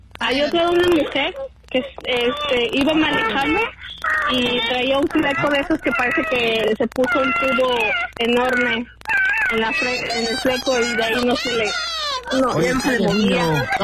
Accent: Mexico City, Mexico; born or raised there

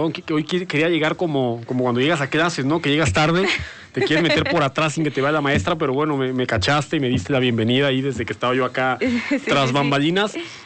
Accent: Tabasco, Mexico; also born or lived in Mexico City; now in Puebla, Mexico; Yo soy del sureste de la República, ¿no? O sea, realmente de donde yo soy, de Tabasco, dicen que es de los lugares donde más llueve. Yo cuando llegué a vivir a Ciudad de México

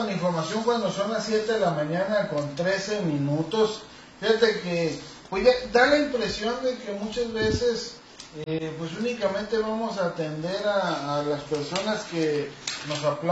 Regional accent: Mexico; todos somos mexicanos

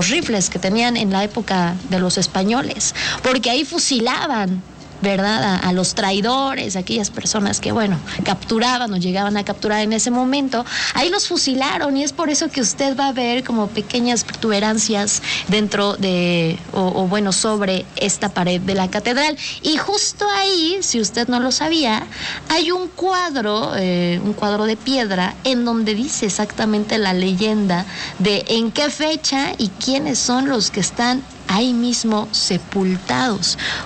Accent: Puebla, Mexico; nosotros como poblanos que la tenemos aquí

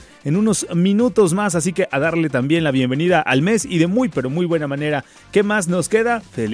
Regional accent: Mexico; que le vaya bien a nuestro país.

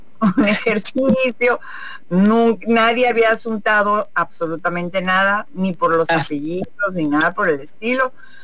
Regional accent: Mexico; accent: Mexican; first language Spanish; siempre vamos a tener el acento mexicano, ¿no? O sea, de que nos vayamos a otro lado, siempre vamos a hablar ese de esa manera, porque nuestra lengua materna es el español, y toda la vida hemos vivido acá.

